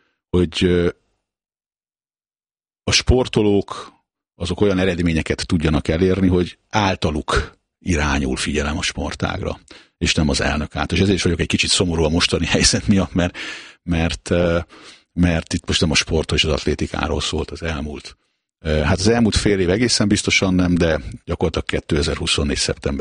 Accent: Budapest, Hungary; born there; én kis túlzással a Tüzér utcai távolugró gödörbe születtem, mert ugye anyu ott tartott edzés, és talán onnan is mentek a szülészetre, hogyha minden igaz, még 1970-ben.

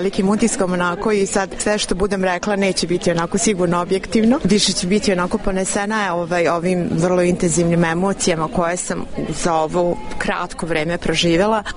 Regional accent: Serbia; moved away as an adult; sa 31 dve sam došla iz Srbije

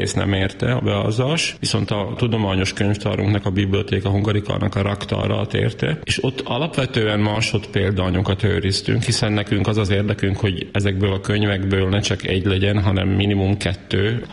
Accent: Bátka, Banská Bystrica Region, Slovakia; egy kisiskolában, a szülőfalumban, Bátkában kezdtem az iskoláimat, már a Rimaszombati gimnáziumban folytattam.

